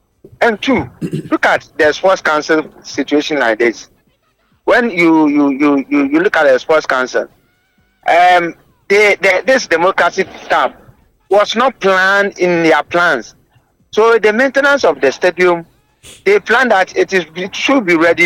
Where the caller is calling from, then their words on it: Ghana; I'm calling from Anwojo.